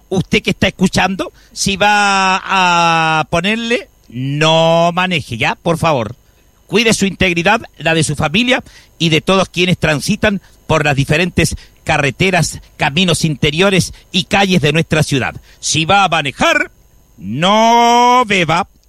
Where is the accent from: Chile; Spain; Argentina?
Chile; Sí, pues corresponde como buen chileno.